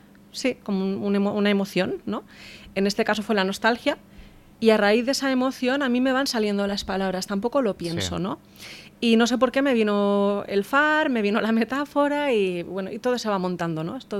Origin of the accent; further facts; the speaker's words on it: Balearic Islands, Spain; O sea, yo soy mallorquina, soy española y soy medio escocesa. O sea, para mí son 3 idiomas